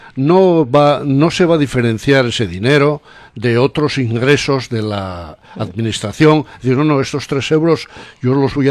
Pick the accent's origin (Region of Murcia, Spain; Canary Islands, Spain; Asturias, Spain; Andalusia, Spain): Asturias, Spain; Oviedo; Yo soy de Oviedo.